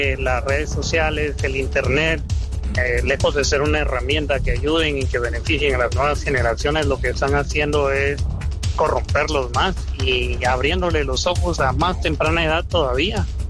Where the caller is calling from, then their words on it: Guatemala; nosotros como guatemaltecos